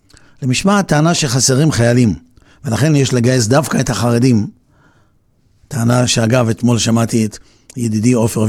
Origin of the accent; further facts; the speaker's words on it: Netanya, Central District, Israel; אני גדלתי בנתניה שהייתה בירת הכדורגל וכולנו שיחקנו כדורגל שהיינו ילדים.